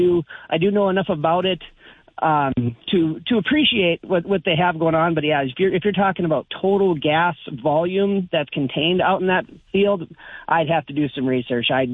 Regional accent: North Dakota, United States; Well, originally I am from the Regan-Wilton area. I went to NDSU

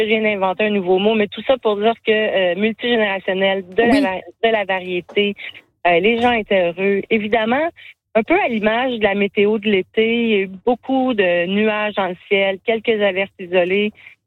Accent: Quebec, Canada; Mais chez nous, en Outaouais, on est le seul événement en Amérique du Nord à avoir des montgolfières sur une capitale.

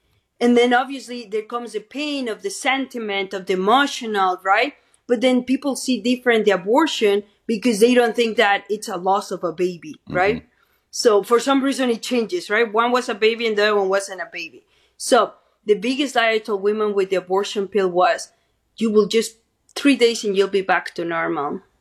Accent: Mexico; I'm an immigrant. I'm from Mexico. I want to help my women, right?

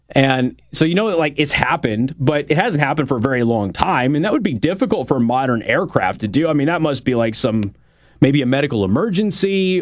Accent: Las Vegas, Nevada, United States; I grew up in Las Vegas. That airport was never not busy.

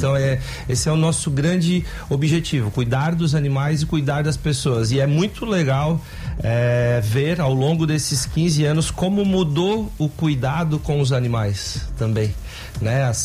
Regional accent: Imaruí, Santa Catarina, Brazil; now in Laguna, Brazil; Nós não somos naturais daqui, eu sou de Maruí, a Ana é de Joinville, e a gente tá aqui há 15 anos

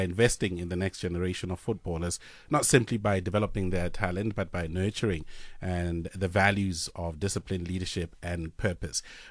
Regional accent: Pretoria, Gauteng, South Africa; born there; moved away; also born or lived in Cape Town; Growing up in Pretoria and Atteridgeville, I learned how to play cricket on gravel. And it was when we moved to Cape Town where I was able to play on grass.

